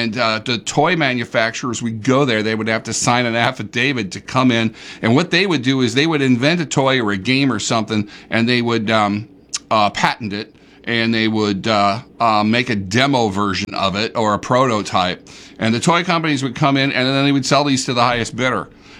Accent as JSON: {"language": "English", "town": "Portage", "region": "Indiana", "country": "United States", "tie": "born or raised there", "said": "One of the houses I grew up in Portage during my childhood, we had an attic that had a regular staircase up into it."}